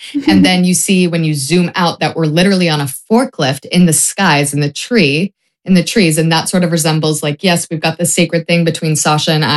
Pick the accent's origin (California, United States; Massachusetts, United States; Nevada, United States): California, United States; Bay Area; also born or lived in New Orleans / Los Angeles; that's where we're from the Bay Area. And so a lot of times when we write music, it's about the Bay or maybe it's about New Orleans. We also lived there.